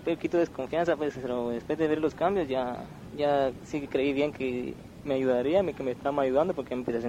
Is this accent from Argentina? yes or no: no; Guatemala City, Guatemala Department, Guatemala; Vengo aquí de la capital, de la zona 7, del Amparo 1.